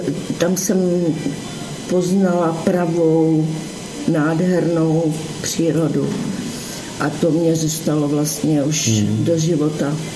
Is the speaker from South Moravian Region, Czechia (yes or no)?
no; Hanušovice, Olomouc Region, Czechia; born there; also born or lived in Hranice; v těch Hanušovicích tam jsme opravdu měli kruté chvíle